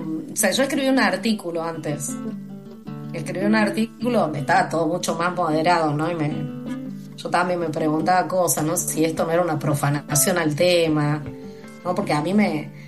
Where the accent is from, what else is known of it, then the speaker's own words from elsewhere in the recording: Jujuy, Argentina; Probablemente porque soy de Jujuy.